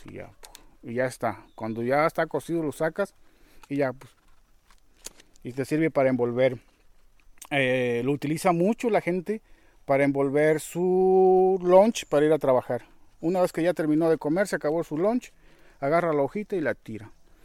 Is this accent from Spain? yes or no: no; Guerrero, Mexico; Entonces nos vinimos al estado de Guerrero y pues eso hace ya un ratillo, hace ya 40 y tantos años, 43 años precisos, y ya, nos quedamos aquí, está la fecha, ¿no? Yo, básicamente aquí crecí.